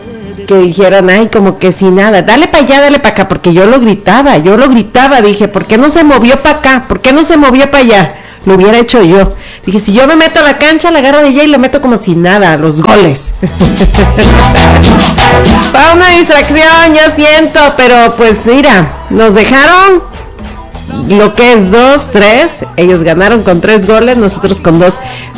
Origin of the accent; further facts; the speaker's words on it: Mexico; pero seguimos nosotros siendo mexicanos.